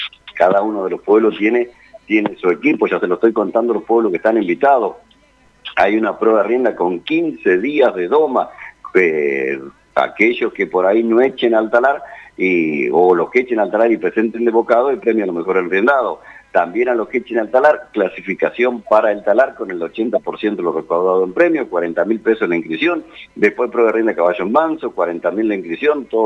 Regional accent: Argentina; somos argentinos, tenemos que luchar por nuestra Argentina.

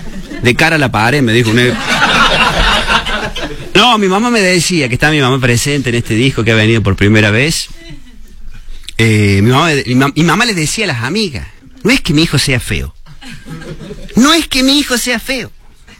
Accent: Córdoba, Argentina; soy humorista cordobés

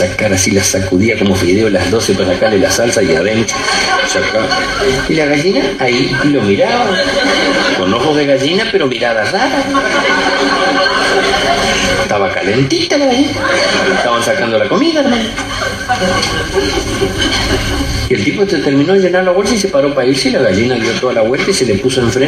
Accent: Villa Ángela, Chaco, Argentina; moved away; Mi pueblo... Villángela Chaco, que es la tercera ciudad del Chaco, no es ningún pueblo, es una ciudad. Cumplimos 75 años el otro día en mayo. Estamos a 210 kilómetros del río más cerca. Y en Villángela hay club de pescadores.

